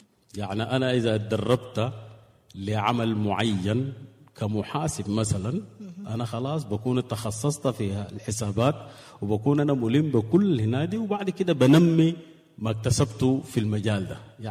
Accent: Sudan; عندنا في السودان ونحن هسه في ظروف الخريف

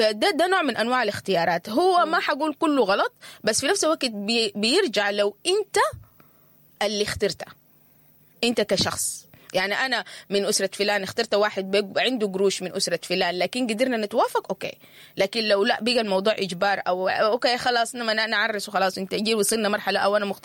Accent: Sudan; يعني إحنا كمجتمع سوداني

